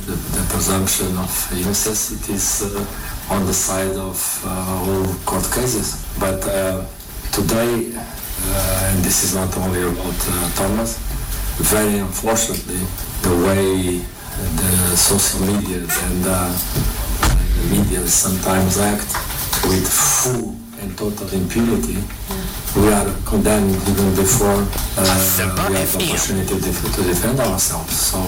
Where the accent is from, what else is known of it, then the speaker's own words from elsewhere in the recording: Ghana; I know the country the way we are, because I'm Ghanaian